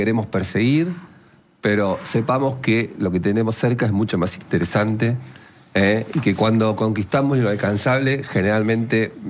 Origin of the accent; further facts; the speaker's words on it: Argentina; Vamos a seguir siendo los argentinos que somos, tratando de tirar como los vikingos.